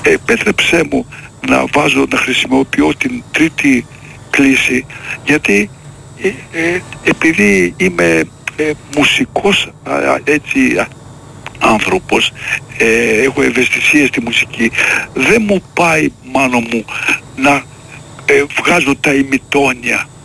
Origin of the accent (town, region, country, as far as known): Greece